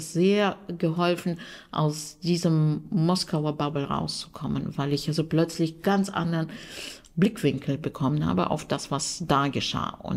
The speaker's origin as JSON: {"language": "German", "country": "Russia", "second_language": "German", "moved": "as an adult", "lives_now": "Hamburg, Germany", "said": "Ich glaube, mir ist schon wichtig, dass ich aus Russland komme. Das werde ich nie wegradieren oder löschen können, will ich auch nicht. Meine Zeit in Deutschland ist mir auch genauso wichtig. Ich habe ja auch hier jüdische Wurzeln, das ist mir auch wichtig."}